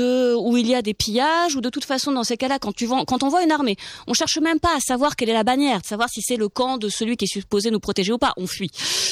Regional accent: Hauts-de-France, France; Moi, je viens du Nord, du coup, du côté de Beauvais.

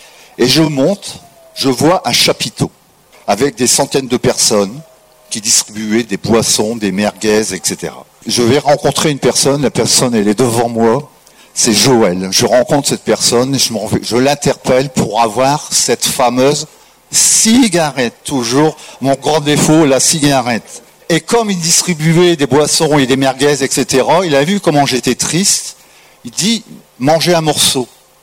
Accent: Hauts-de-France, France; now in Valence, France; J'ai oublié de dire, je suis du Pas-de-Calais, j'étais là-haut. Et le lendemain matin, 7h30, je prenais le train pour arriver à Valence

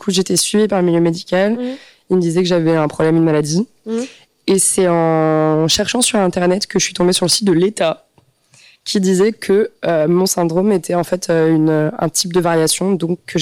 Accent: Île-de-France, France; also born or lived in Strasbourg; now in Montpellier, France; Non, je viens de Paris à la base.

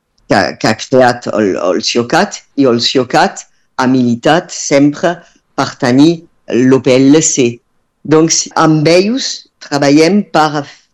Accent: Collioure, Occitania, France; en el meu poble de Culliure.

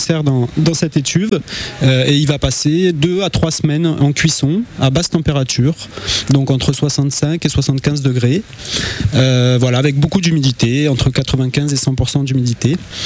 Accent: Lectoure, Occitanie, France; Je viens de Lectoure, à côté.

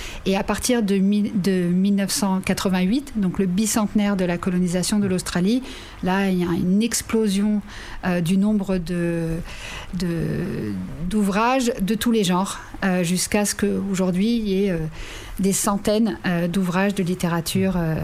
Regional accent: Paris, Île-de-France, France; moved away as an adult; moi, donc, je suis française, j'ai grandi à Paris, et quand j'ai commencé à faire ma thèse en Australie en 2003

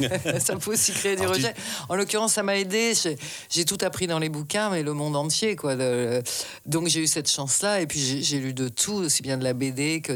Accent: Rouen, Normandy, France; moved away; also born or lived in Gard / Paris; une vieille famille protestante gardoise. … c'est un nom de Sévenol. Hein, et comme mes parents étaient profs, j'ai passé effectivement mon enfance à Rouen, Normandie.

